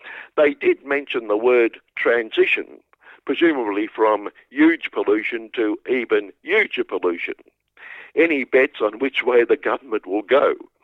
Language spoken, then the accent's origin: English; Australia